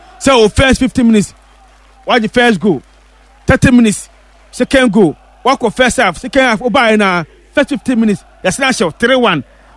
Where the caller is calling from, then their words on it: Canada; Anna Joe, I'm watching you from Canada.